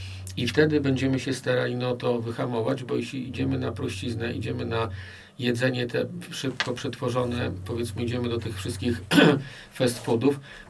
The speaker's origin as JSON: {"language": "Polish", "town": "Białystok", "region": "Podlaskie Voivodeship", "country": "Poland", "tie": "born or raised there", "said": "dlatego że ja jestem w ogóle z Antoniuka, gdzie kiedyś był taki boisko włókniarza"}